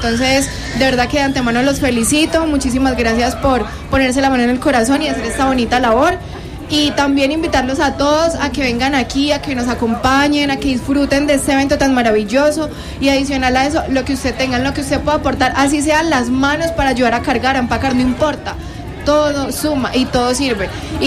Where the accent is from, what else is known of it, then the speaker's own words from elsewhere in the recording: Cali, Valle del Cauca, Colombia; yo en lo personal, pues que vengo de la ciudad de Cali